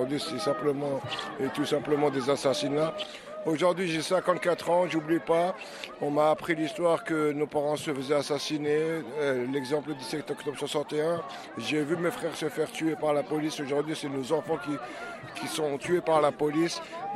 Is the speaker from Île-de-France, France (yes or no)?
yes; Dammarie-les-Lys, Île-de-France, France; j'ai grandi à Damary-les-Lys, là où Abdelkader Bouzian a été tué par la police en 1997.